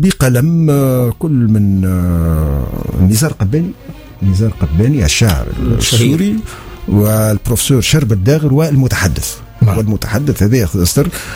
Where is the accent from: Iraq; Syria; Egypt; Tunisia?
Tunisia; بعد ما نعيش اي وعندنا في تونس وفي منوبة